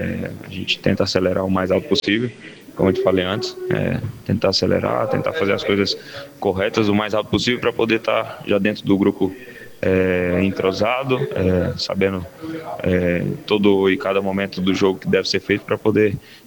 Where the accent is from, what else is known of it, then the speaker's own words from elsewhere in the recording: Goiás, Brazil; moved away; also born or lived in Spain / Croatia; Sou goiano. Fui para a Espanha em 2015. Fiquei 10 anos na Espanha, um ano na Croácia e hoje estou de volta.